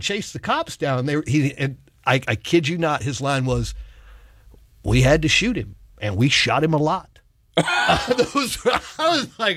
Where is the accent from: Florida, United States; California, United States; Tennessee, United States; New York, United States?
Florida, United States; moved away; I am so disappointed in my hometown.